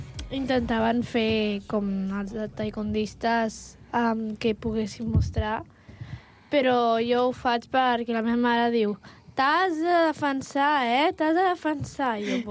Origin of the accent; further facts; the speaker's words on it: Catalonia, Spain; la meva família em dirà Barça, que bé, som catalans, hem de ser el Madrid.